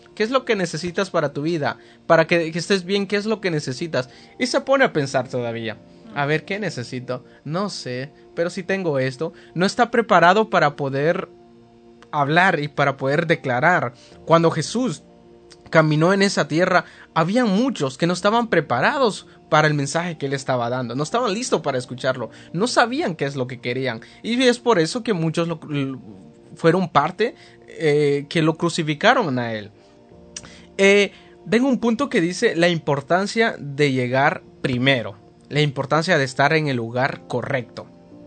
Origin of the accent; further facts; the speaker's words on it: Guatemala; moved away; Yo soy de Guatemala